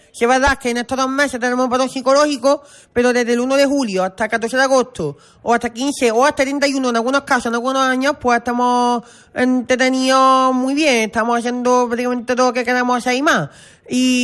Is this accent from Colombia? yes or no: no; Lucena, Andalusia, Spain; Soy de aquí de Lucena, tengo 18 años, acabo de cumplir mayoría de edad